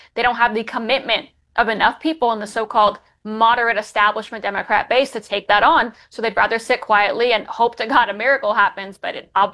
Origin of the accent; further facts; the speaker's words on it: New York, United States; And I'm someone who was born and raised in New York. I adore New York. I love New York. I was in New York on 9/11.